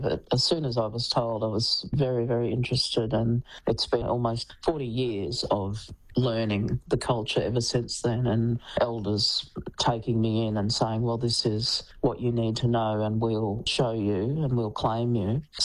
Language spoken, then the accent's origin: English; Brisbane, Queensland, Australia; I'd grown up in Brisbane. You know, I was born in Brisbane at the Mater Hospital, which is, you know, 100 metres down the road from the river bend